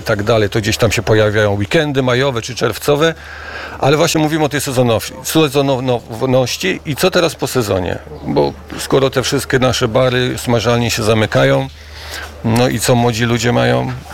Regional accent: Władysławowo, Pomeranian Voivodeship, Poland; born there; Urodzony z dziada pradziada i muszę powiedzieć, że mam korzenie helskie

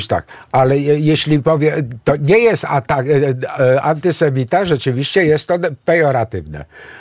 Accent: Greece; Ja jestem Grekiem.

